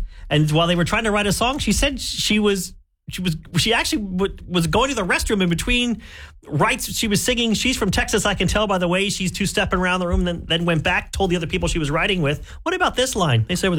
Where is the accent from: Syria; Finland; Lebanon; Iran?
Lebanon; I grew up in Lebanon and we had two there.